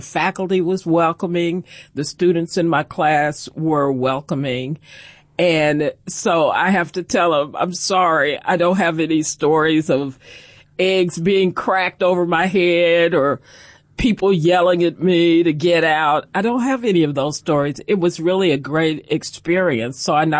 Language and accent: English; Chattanooga, Tennessee, United States; born there; which I navigate since I was born in Chattanooga.